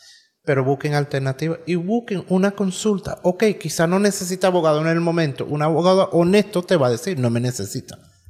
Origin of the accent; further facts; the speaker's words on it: United States; born there; first language English; Spanish is a second language; Yo nací aquí.